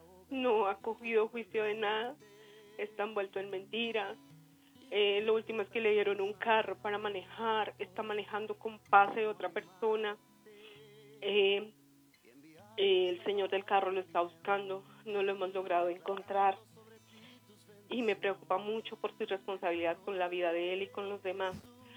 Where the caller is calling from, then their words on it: Soacha, Cundinamarca, Colombia; En Ciudad Verde, Soacha.